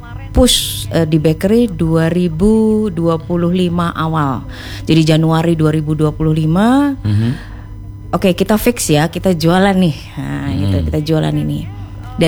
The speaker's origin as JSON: {"language": "Indonesian", "country": "Indonesia", "also_born_or_lived": "Yogyakarta", "moved": "yes", "lives_now": "Malang, Indonesia", "said": "Aslinya Jawa Bali saya Mas."}